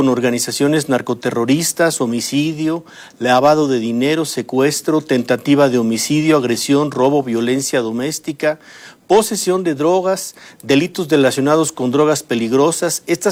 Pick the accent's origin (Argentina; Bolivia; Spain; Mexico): Mexico; No, Ciro, tampoco tengo doble nacionalidad. Entonces, yo solamente soy mexicano.